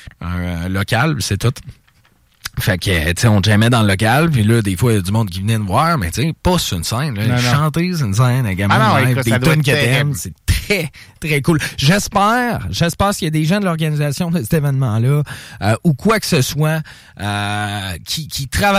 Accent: Quebec City, Quebec, Canada; also born or lived in British Columbia; now in Lévis, Canada; Toujours habité à Québec avant, à part le BC. Là, c'est la première fois de ma vie que je reste

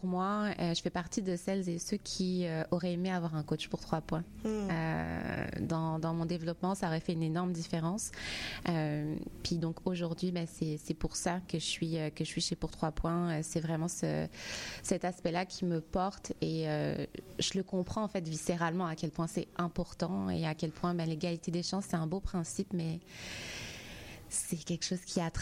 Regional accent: Île-de-France, France; Donc, en gros, moi je suis née en France, dans une banlieue à côté de Paris, et j'ai été à l'école primaire dans ce qu'on appelle une zone d'éducation prioritaire.

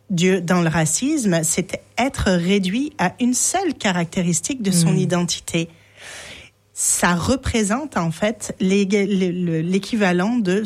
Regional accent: France; moved away; j'ai atténué mon accent consciemment. Des moments où j'ai carrément pas dit que j'étais française.

